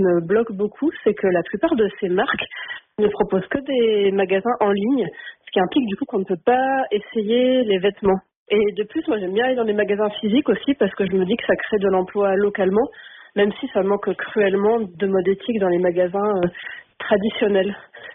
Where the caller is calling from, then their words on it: Villeurbanne, Auvergne-Rhône-Alpes, France; j'appelle depuis Villeurbanne.